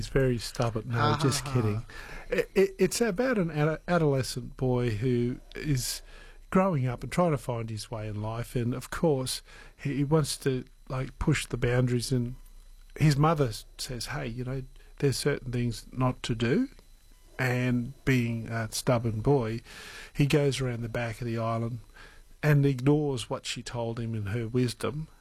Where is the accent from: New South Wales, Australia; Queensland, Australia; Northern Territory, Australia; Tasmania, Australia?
Queensland, Australia; Cloncurry; And I always thought back to growing up in Cloncurry, how we'd always have these great Indigenous stories, but none of them were Torres Strait.